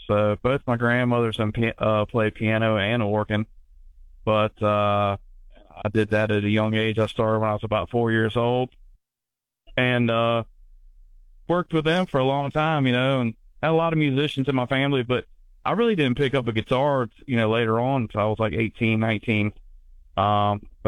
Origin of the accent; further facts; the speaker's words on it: Tidewater, Virginia, United States; A lot of friends, a lot of relatives, especially growing up in the Tidewater, Virginia area.